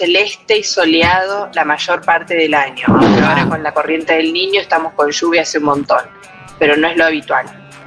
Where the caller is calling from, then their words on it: Neuquén, Argentina; Vivo en Neuquén, capital. Lo más lindo que tiene mi ciudad son los ríos caudalosos, con acceso gratuito para cualquiera que quiera ir.